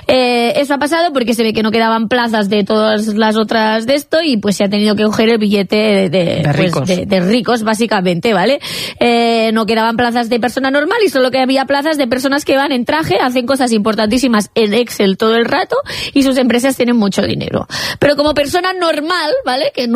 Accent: Catalonia, Spain

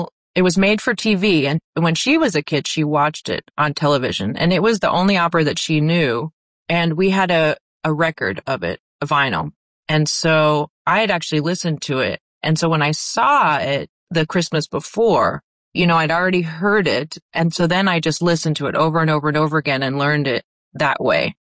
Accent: Pennsylvania, United States; So I grew up on the Pennsylvania side, but Narrowsburg is not too far from Abramsville, where I grew up.

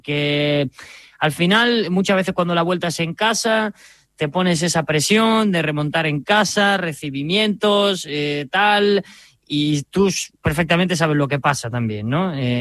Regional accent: Jaén, Andalusia, Spain; now in Málaga, Spain; yo llevo 6 años en Málaga, trabajo con el Málaga a día de hoy y demás, pero yo soy de Jaén. Yo nací en Jaén.

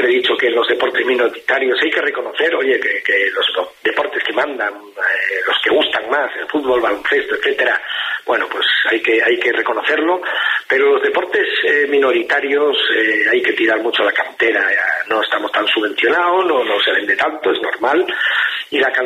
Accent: Spain; Y como español, como yo, es mi doble

